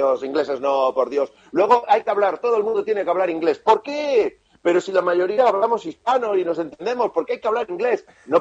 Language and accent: Spanish; Spain